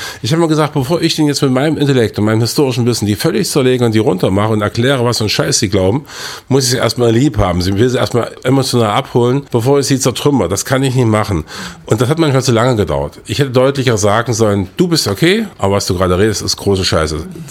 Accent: Weißenfels, Saxony-Anhalt, Germany; moved away; also born or lived in Eisleben; Ja, ich bin in Eisleben geboren, in Weißenfels aufgewachsen. Also das ist mein Ursprungsfluidum dieser proletarisch geprägten Kultur des Industriedreieckes.

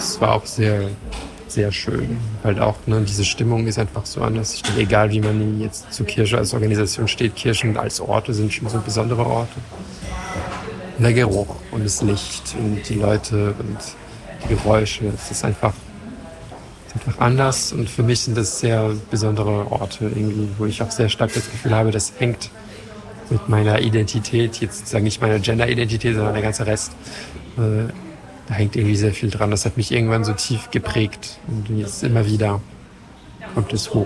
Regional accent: France; moved away; ich komme ja aus Frankreich ursprünglich.

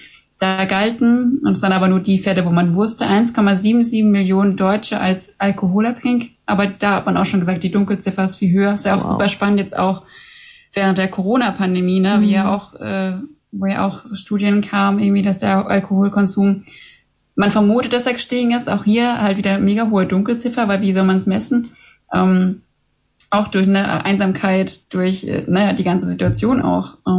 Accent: Baden-Württemberg, Germany

